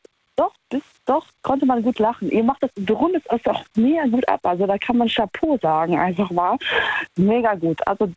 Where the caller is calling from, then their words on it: Trier, Rhineland-Palatinate, Germany; Hier, Trier.